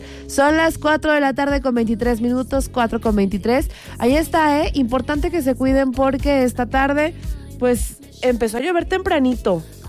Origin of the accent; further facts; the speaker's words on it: Morelos, Mexico; now in Querétaro, Mexico; yo soy de Morelos y fui este fin de semana y recordé que cuando vivía allá en Morelos, yo escuchaba siempre EXA y desde que llegué a Querétaro busqué una estación buena